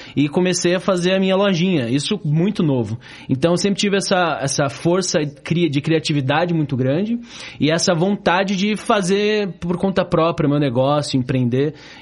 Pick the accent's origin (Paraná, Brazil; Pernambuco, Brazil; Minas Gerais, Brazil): Paraná, Brazil; Curitiba; Eu nasci aqui em Curitiba mesmo, William.